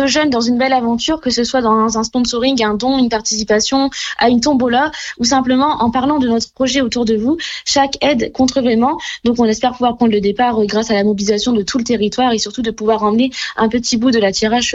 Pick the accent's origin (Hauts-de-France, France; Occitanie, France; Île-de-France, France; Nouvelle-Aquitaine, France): Hauts-de-France, France; on vient de Thiérache, dans le Nord.